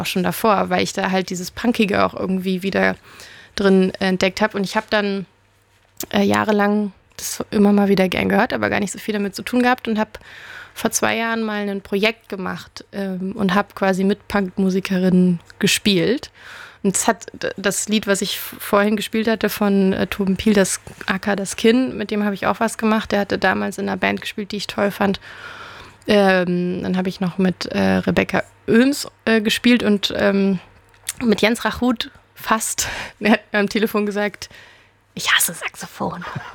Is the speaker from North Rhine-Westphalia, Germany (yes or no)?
yes; Oerlinghausen, North Rhine-Westphalia, Germany; Ich bin in Lippe in Oerlinghausen groß geworden.